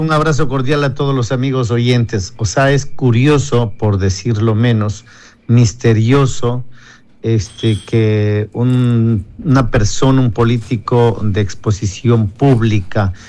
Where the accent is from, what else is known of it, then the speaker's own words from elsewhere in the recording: Sierra, Ecuador; born there; Soy ecuatoriano, nacido en suelo ecuatoriano